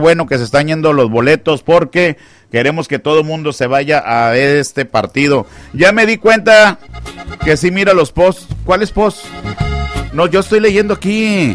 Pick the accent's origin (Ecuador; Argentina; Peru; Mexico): Mexico; Poza Rica, Veracruz; Pues de ahí soy yo